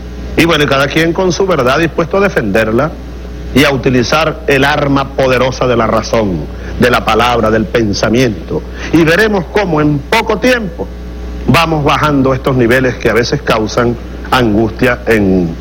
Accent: Venezuela

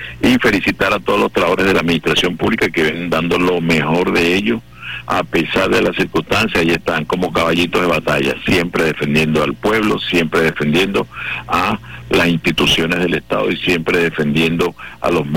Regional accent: Venezuela; como el pueblo valiente que somos los venezolanos y las venezolanas.

